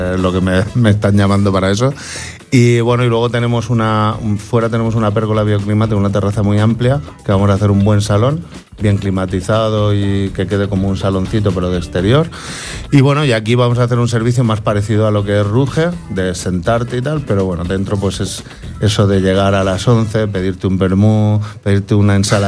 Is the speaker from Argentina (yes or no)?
no; Murcia, Region of Murcia, Spain; yo soy de Murcia, con ascendencia alicantina, ajá, valenciana y balear.